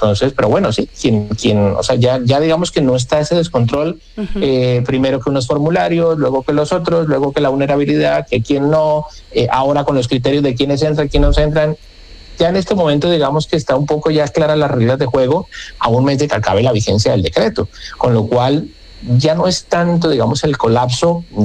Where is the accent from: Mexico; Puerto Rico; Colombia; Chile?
Colombia; now in Madrid, Spain; los que somos de origen colombiano